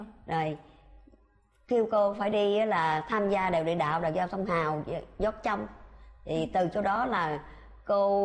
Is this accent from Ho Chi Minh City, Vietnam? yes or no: yes; Cu Chi, Ho Chi Minh City, Vietnam; quê hương Củ Chi.